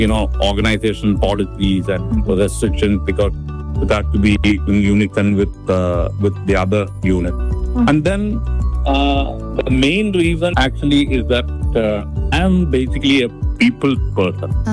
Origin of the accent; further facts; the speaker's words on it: India; moved away as an adult; now in Qatar; I was part of their first hospital in India too, in my hometown. And then from there, I came here.